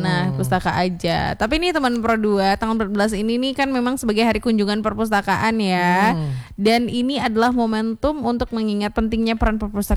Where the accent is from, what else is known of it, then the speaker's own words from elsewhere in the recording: Bukittinggi, West Sumatra, Indonesia; born there; now in Padang, Indonesia; di kota kelahiranku di Bukit Tinggi